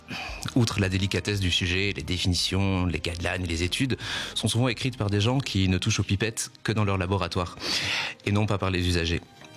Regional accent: Brussels, Brussels-Capital Region, Belgium; J'ai 37 ans, je suis bruxellois.

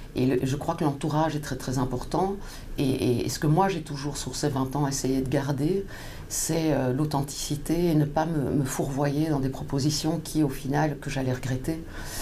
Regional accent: Profondeville, Wallonia, Belgium; moved away as an adult; now in Brussels, Belgium; j'ai grandi à Profondeville, qui est un village entre Namur et Dinan, dans la vallée de la Meuse. Donc c'est un village que j'aime beaucoup, que j'ai quitté à 18 ans pour venir étudier à Bruxelles. Et je suis restée à Bruxelles

